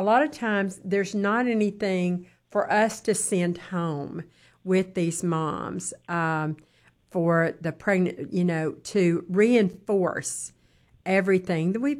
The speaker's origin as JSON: {"language": "English", "region": "Mississippi", "country": "United States", "tie": "born or raised there", "said": "She's my Mississippi sister because, see, that's my home state."}